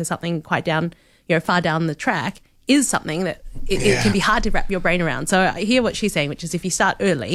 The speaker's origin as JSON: {"language": "English", "country": "Australia", "tie": "born or raised there", "said": "I grew up in Australia, but Commonwealth Bank, they did a little checkbook"}